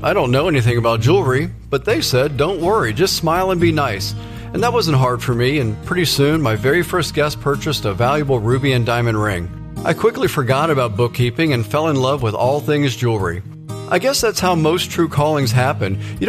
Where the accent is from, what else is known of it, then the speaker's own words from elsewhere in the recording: Fredericksburg, Virginia, United States; so I got a job as a bookkeeper at a jewelry store in my hometown of Fredericksburg, Virginia.